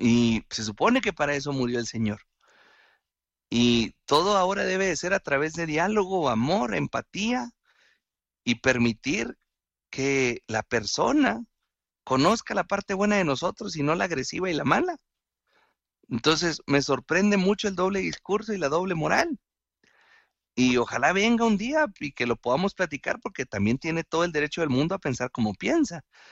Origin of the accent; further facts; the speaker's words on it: Mexico; que primero somos humanos, que primero somos mexicanos